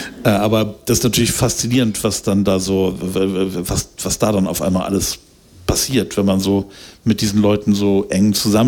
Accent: Germany; Und das ist natürlich auch lustiger, was man als Deutscher so in Italien erlebt.

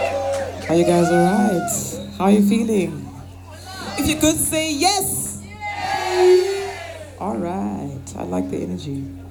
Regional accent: South Africa; also born or lived in Zimbabwe; And I'm South African and Zimbabwean. And I'm Zulu. And that's the most spoken language in the country.

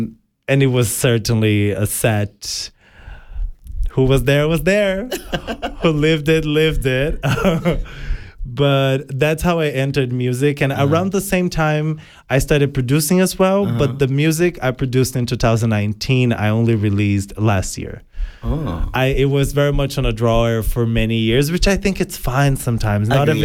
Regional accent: Jundiaí, São Paulo, Brazil; we did House of Martini in my hometown in Brazil, in Jundiaí.

